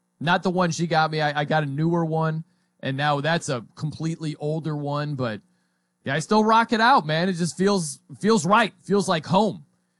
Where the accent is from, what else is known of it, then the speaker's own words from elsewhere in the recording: South Bend, Indiana, United States; moved away; I'm from South Bend.